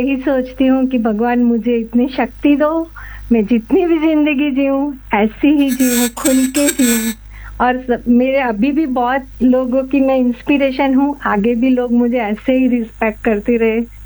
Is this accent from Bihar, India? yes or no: no; Gujarat, India; मैं गुजराती हूँ